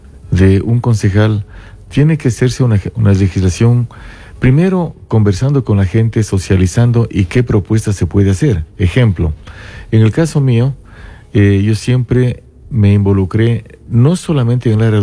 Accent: San Antonio de Ibarra, Imbabura, Ecuador; en mi caso de San Antonio de Ibarra, yo soy de San Antonio

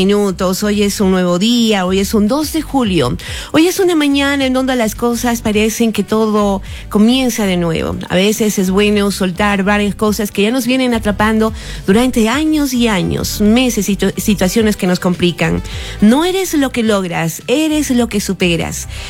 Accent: Ecuador; como todos los días somos los ecuatorianos, a luchar por un día más?

